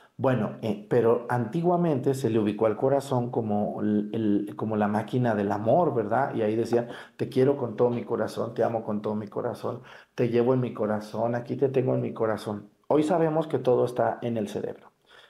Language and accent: Spanish; Mexticacán, Jalisco, Mexico; ahí en mi pueblo, en Mestigacán